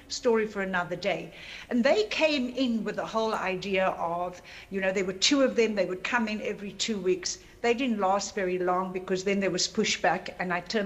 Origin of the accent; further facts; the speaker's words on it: Eastern Cape, South Africa; I'm not from Gauteng. I'm from the Eastern Cape.